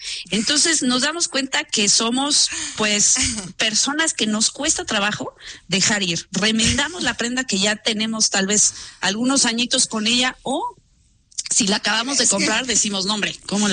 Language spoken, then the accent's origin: Spanish; Mexico; cómo somos los mexicanos